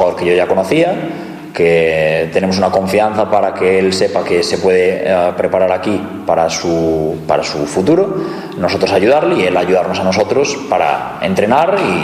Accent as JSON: {"language": "Spanish", "region": "Galicia", "country": "Spain", "said": "Como gallego, no quiero ser más gallego que el Orballo"}